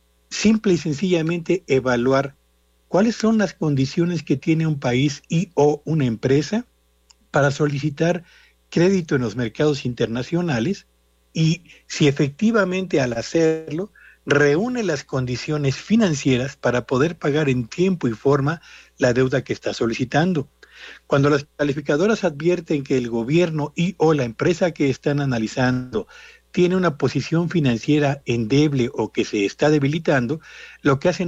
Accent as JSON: {"language": "Spanish", "country": "Mexico"}